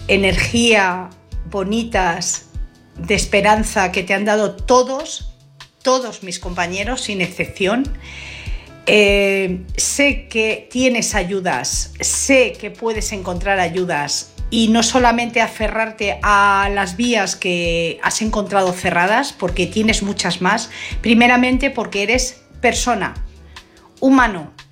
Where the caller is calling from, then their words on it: Madrid, Community of Madrid, Spain; Hola, buenas noches. … de Madrid.